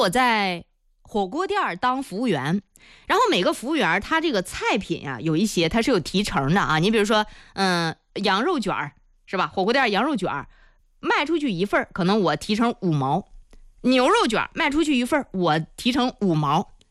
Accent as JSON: {"language": "Chinese", "town": "Zhengding", "region": "Hebei", "country": "China", "tie": "born or raised there", "moved": "yes", "said": "我的老家是在正定这个小县城里啊，我们老家话叫什么呢，叫吃劲儿不大。"}